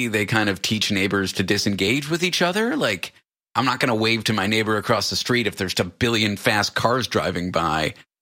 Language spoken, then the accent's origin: English; Canada; now in New York, United States; I'm from Canada. You guys live in the UK. I feel like it'll be difficult, but easier there than where I live now in the US. I mean, I live in New York.